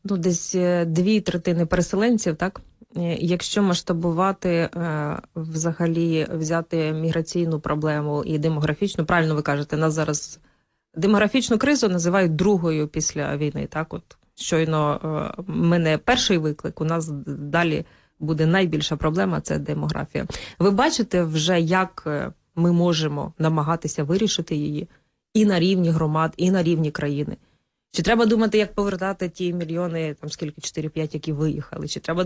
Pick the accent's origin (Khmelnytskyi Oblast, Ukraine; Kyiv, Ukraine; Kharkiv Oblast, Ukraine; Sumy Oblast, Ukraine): Sumy Oblast, Ukraine; я теж з Сумщини, і в нас вже є населені пункти, які повністю розтрощені, так?